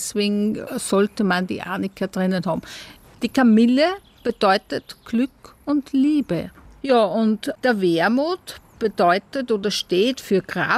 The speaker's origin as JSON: {"language": "German", "region": "Upper Austria", "country": "Austria", "said": "Bei uns im Westen Oberösterreichs, in Bayern und in Tirol, heißen die 30 Tage ab dem 15. August, also ab Maria Himmelfahrt, Frauen-30er."}